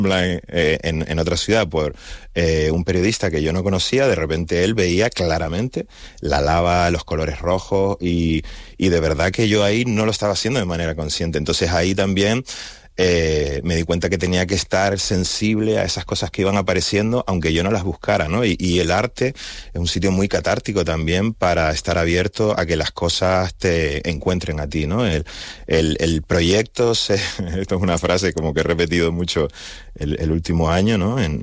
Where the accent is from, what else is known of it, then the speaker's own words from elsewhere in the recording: Canary Islands, Spain; dónde estoy yo en Canarias, dónde está Canarias para mí, quién soy yo como Canaria y cómo ese primer paisaje que vi cuando era niño me marcó de por vida